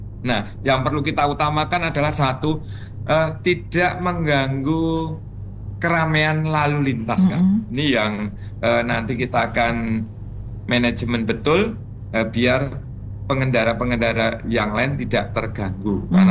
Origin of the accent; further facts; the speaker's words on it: Java, Indonesia; kalau kita orang Jawa nuntut apa nunut mulio di pohon itu, Kak.